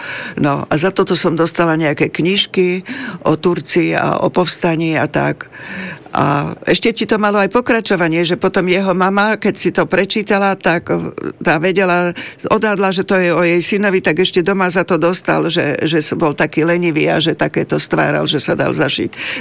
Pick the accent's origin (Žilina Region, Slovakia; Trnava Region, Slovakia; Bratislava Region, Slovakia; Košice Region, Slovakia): Žilina Region, Slovakia; Blatnica; tak to mal tak spolužiak, čo chodil na priemyslovku do Martina, lebo my sme boli autobusári z Blatnici